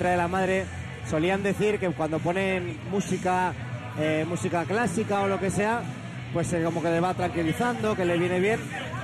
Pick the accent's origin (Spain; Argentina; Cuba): Spain; Pamplona, Navarre